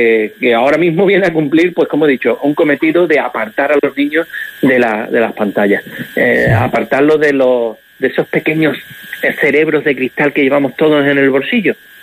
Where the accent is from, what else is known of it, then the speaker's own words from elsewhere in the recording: Málaga, Andalusia, Spain; born there; yo ya cuando se vinieron a Málaga al final de los 60, yo ya nací aquí en Málaga, la Costa del Sol.